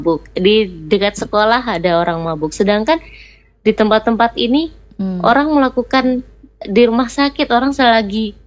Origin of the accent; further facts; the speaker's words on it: Manokwari, West Papua, Indonesia; moved away; saya orang Manokwari ya kayak kemarin balik ke Manokwari